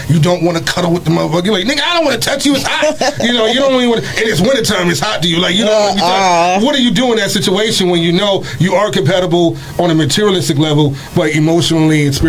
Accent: Harlem, New York, United States; now in Bronx, United States; I'm from Harlem. End of the day, I'm from Harlem.

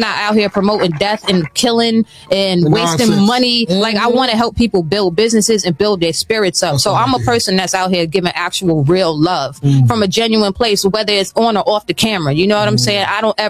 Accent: New York, United States; But I'm from New York.

